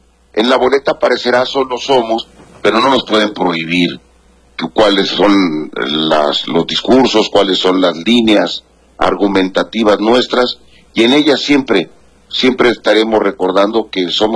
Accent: Mexico; todos somos mexicanos

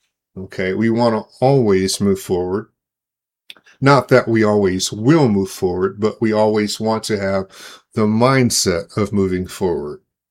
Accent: Omaha, Nebraska, United States; now in Denver, United States; Omaha, Nebraska, which happens to be my hometown.

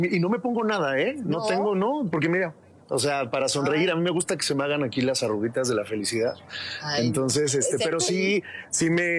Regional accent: Huamantla, Tlaxcala, Mexico; moved away; Pues vengo de Huamantla, o sea, al final, como digo, que uno sale del pueblo, pero el pueblo no sale de uno.

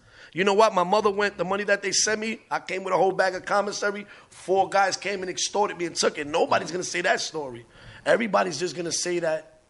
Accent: Bronx, New York, United States; I'm from the Bronx. If you're from the Bronx, rep the Bronx. Shout out to the Bronx.

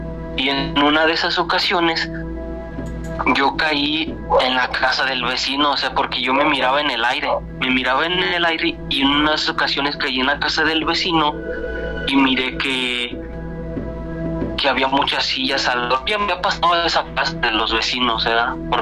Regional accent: San Francisco del Rincón, Guanajuato, Mexico; Soy de San Francisco del Rincón, Guanajuato.

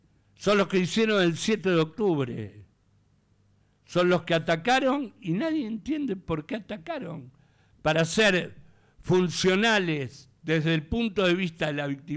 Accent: Argentina

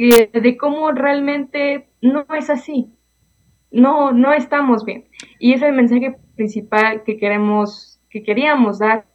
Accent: Coalcomán, Michoacán, Mexico; yo vengo del municipio de Cualcomán. Cuando pasó lo de Nemesio Oceguera, olvidaron a mi municipio

